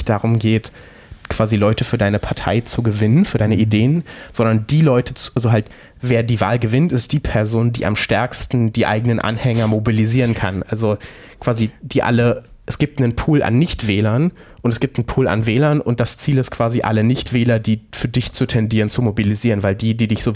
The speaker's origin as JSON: {"language": "German", "region": "Saxony-Anhalt", "country": "Germany", "said": "Ja, und also ich komme aus Sachsen-Anhalt. Meine zumindest halbe Familie, also sowohl meine Eltern als auch die Hälfte meiner Großeltern leben noch dort."}